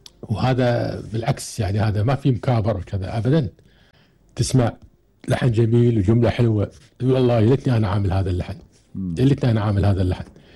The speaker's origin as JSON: {"language": "Arabic", "country": "Kuwait"}